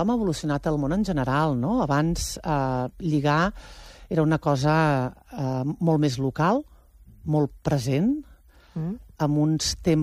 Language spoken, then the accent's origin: Catalan; Prats de Lluçanès, Catalonia, Spain; Clar, tio, és que jo soc de Prats